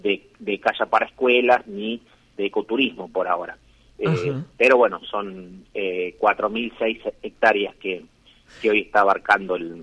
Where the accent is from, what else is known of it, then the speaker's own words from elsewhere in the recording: Colonia Elía, Entre Ríos, Argentina; moved away; volver a mi pueblo, Colonia Elía